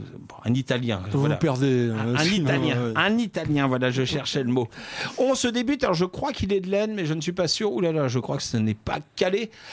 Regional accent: Grand Est, France

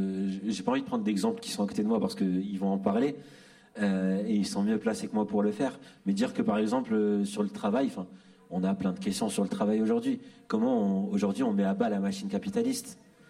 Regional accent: Bordeaux, Nouvelle-Aquitaine, France; Moi, je viens de Bordeaux

